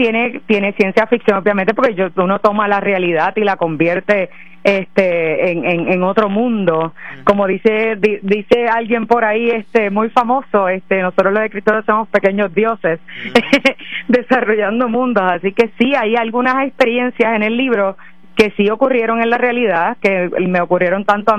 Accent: San Lorenzo, Puerto Rico; moved away; Yo nacida y criada en San Lorenzo.

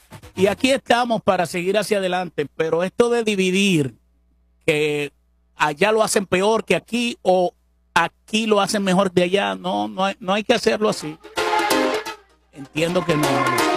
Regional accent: Puerto Rico; Y los puertorriqueños sabemos

